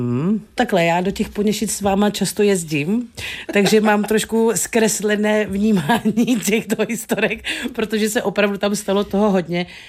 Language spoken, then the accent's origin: Czech; North Moravia, Czechia; já jsem sama ze Severní Moravy